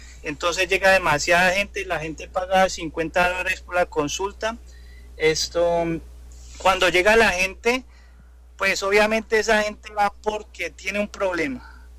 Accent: Huila, Colombia; Yo soy del Huila. Soy del Huila.

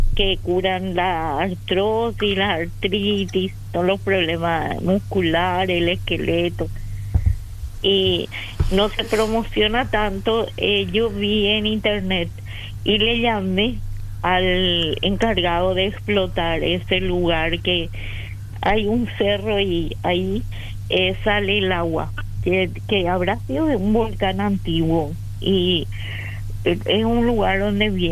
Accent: Paraguay

